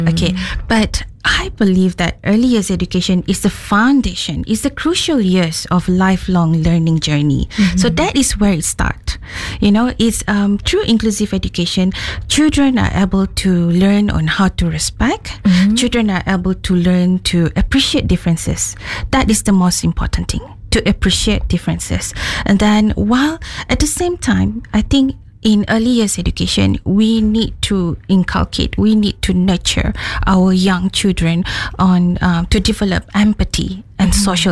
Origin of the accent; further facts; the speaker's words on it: Sarawak, Malaysia; I said, oh, I'm from Sarawak.